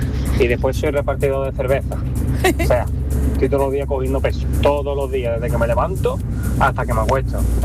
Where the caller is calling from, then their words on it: Málaga, Andalusia, Spain; de Málaga.